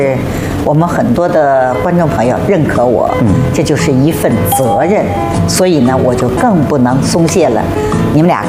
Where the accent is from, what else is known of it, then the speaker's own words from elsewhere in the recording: Shanghai, China; 我们上海话叫牛龙松